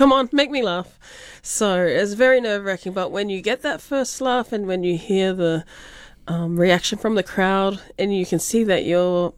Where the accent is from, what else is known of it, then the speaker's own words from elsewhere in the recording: South Auckland, Auckland, New Zealand; we're all women, we're all Pacific, we're all from South Auckland, but we're very different people.